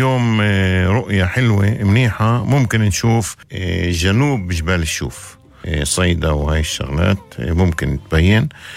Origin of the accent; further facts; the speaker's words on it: Northern District, Israel; نقدر نقول حوض متوسطية، ما أنا على أساس من الجليل، أنا بعرفها من الجليل